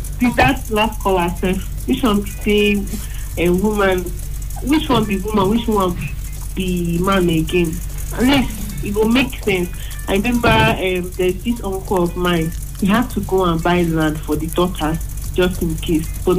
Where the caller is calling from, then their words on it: Anambra, Nigeria; I'm calling from Agolo.